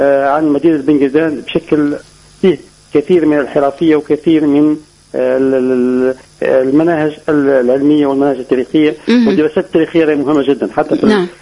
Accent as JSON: {"language": "Arabic", "country": "Tunisia", "said": "عندنا في تونس"}